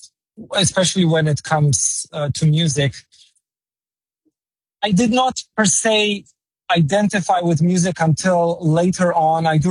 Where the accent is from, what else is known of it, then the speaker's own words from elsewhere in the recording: Slovenia; I come from Slovenia